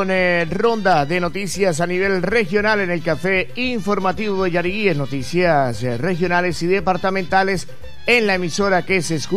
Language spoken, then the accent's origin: Spanish; Barrancabermeja, Santander, Colombia; a estar diciendo dónde vamos a estar recibiendo los BRE para abrazarnos como hermanos barraqueños, como hermanos colombianos.